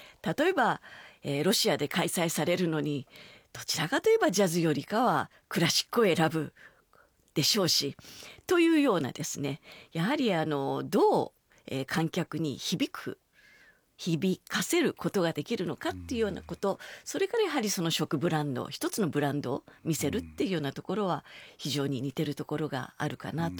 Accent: Yokohama, Kanagawa, Japan; 横浜市民でございまして、私が生まれ育ったところの近くに東神奈川に、スケートリンクが昔からございました

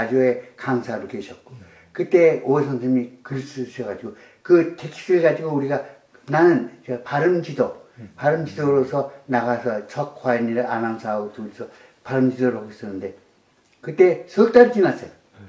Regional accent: Seoul, South Korea; born there; moved away; 나 서울 태생인데

